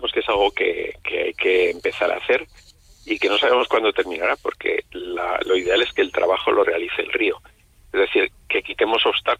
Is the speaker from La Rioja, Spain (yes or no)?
yes; Logroño, La Rioja, Spain; born there; moved away; Yo que nací en Logroño y relativamente cerca, en la calle R. Díaz